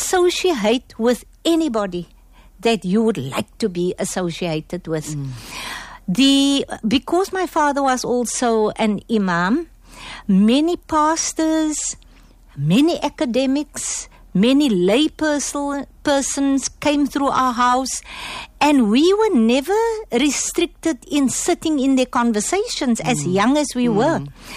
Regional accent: Cape Town, Western Cape, South Africa; also born or lived in District Six, Cape Town / Goodwood, Cape Town; We moved to Goodwood. And thereafter, we moved to Bridgetown, where we stayed up till this moment.

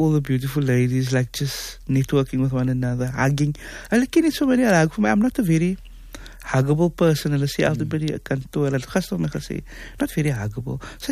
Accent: Cape Town, Western Cape, South Africa; Like for myself, I was from Cape Town. I was the only person from Cape Town in the room.

